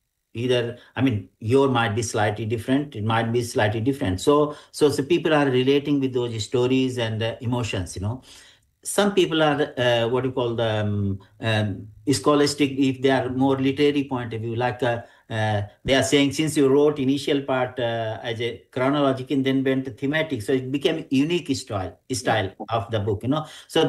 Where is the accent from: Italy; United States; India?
India; now in Adelaide, Australia; when we come from especially from India